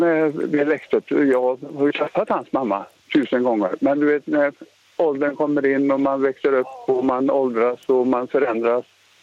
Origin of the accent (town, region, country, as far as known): Trollhättan, Västra Götaland County, Sweden; born or raised there; also born or lived in Finland